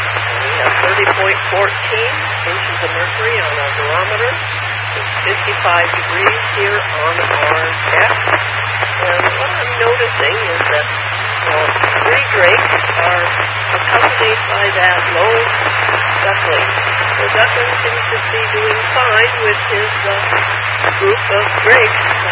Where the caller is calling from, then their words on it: Washington, United States; I'm from Lake Washington.